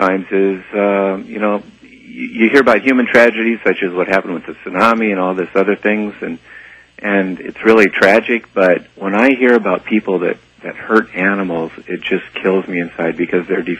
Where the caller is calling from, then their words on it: Palm Springs, California, United States; sir. Calling from Palm Springs.